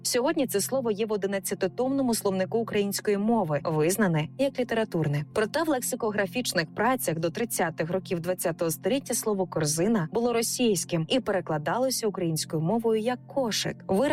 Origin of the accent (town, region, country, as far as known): Kniazha, Cherkasy Oblast, Ukraine; born or raised there